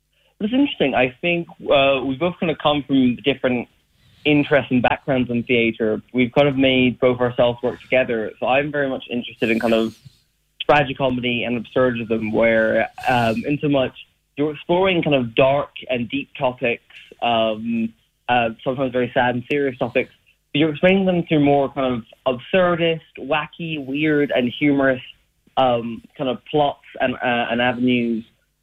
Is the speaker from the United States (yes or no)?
no; Galway, Connacht, Ireland; I'm originally from Galway. My dad's from Banasloe and my mum from Renmore, but I've kind of travelled around a bit, which is why the accent's a bit ambiguous.